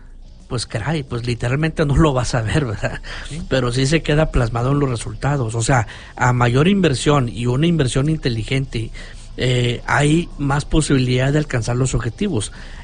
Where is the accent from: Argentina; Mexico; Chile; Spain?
Mexico; Monterrey, Nuevo León; aquí como regios